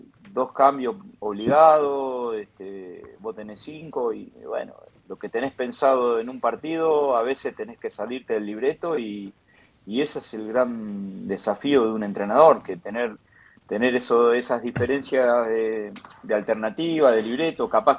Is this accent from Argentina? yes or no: yes; Rosario, Santa Fe, Argentina; Sí, porque es donde nos criamos.